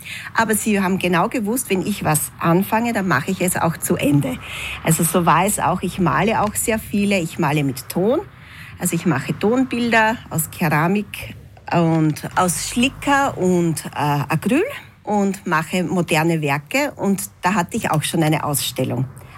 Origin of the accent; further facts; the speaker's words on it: Stoob, Burgenland, Austria; Also ich habe schon meine Kindheit in Stob verbracht